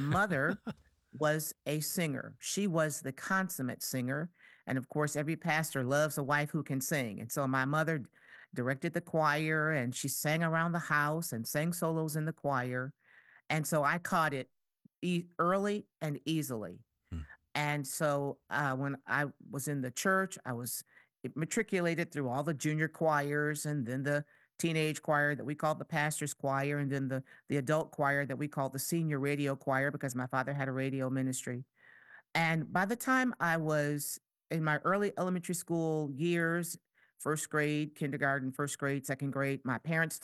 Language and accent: English; Jackson, Michigan, United States; Well, I'm in the bottom part of your palm. Okay. Yes, and I grew up there in Jackson.